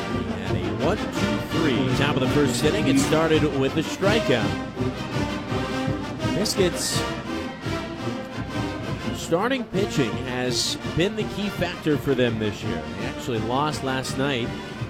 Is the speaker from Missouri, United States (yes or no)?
yes; Kansas City, Missouri, United States; a little bit of my childhood growing up in Kansas City with the Royals television guy Rex Hudler